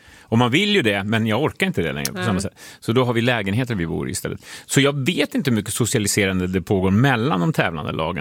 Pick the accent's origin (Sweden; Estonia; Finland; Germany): Estonia; Som mina föräldrar hämtar hem från Estland varje sommar när de är där, för vi är från Estland.